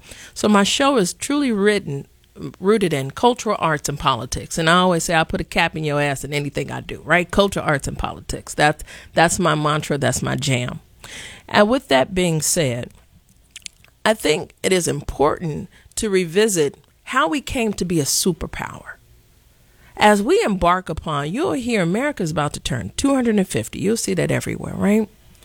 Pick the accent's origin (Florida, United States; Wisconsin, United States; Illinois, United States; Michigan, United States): Illinois, United States; Chicago; pissed off as a Chicagoan